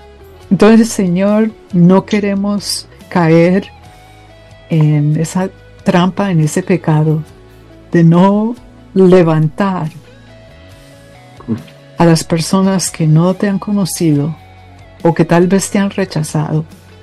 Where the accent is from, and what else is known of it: Colombia